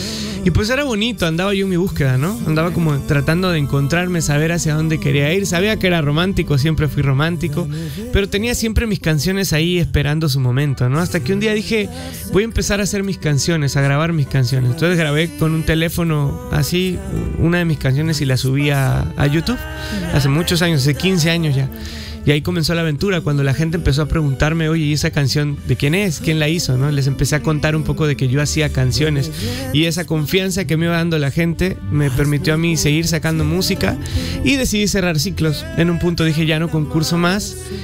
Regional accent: Peru; moved away as an adult; now in Mexico; muy contento de estar en mi tierra otra vez. Siempre es lindo regresar al Perú.

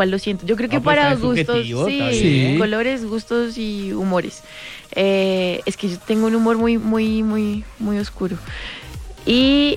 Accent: Cúcuta, Norte de Santander, Colombia; Yo soy de Cúcuta.

